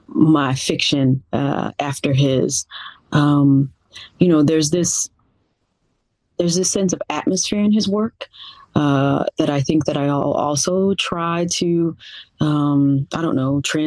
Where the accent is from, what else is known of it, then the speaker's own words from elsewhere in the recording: Gulf Coast, United States; my hometown and this area along the Gulf Coast